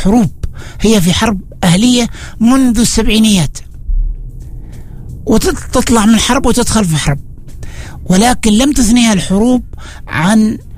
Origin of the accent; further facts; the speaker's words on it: Oman; إحنا عندنا في عمان